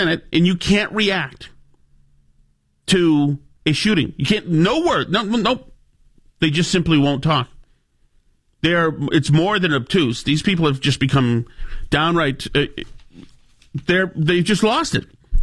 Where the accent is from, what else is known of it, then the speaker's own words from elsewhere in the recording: Winchester, Massachusetts, United States; So now, I grew up in Winchester. We used to have the Sachems.